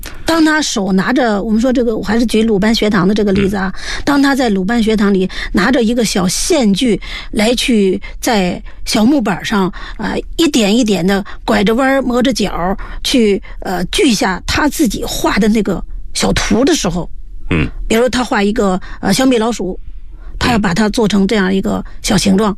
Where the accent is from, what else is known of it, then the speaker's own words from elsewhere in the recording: China; 作为我们中国人